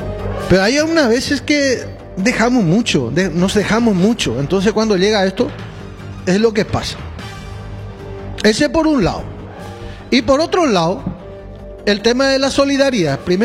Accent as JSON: {"language": "Spanish", "country": "Paraguay", "said": "nosotros como paraguayos tenemos una cultura muy arraigada y muy reconocida internacionalmente"}